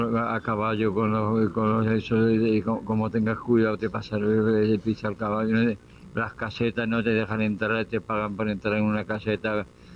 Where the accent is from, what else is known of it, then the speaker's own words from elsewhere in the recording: Madrid, Community of Madrid, Spain; Estoy en el flamenco y soy madrileño.